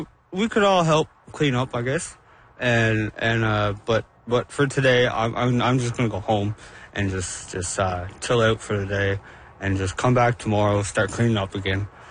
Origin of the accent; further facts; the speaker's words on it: Happy Valley-Goose Bay, Newfoundland and Labrador, Canada; I'm from Happy Valley Goose Bay. And I'm 24 years old, and I love it here in Goose Bay.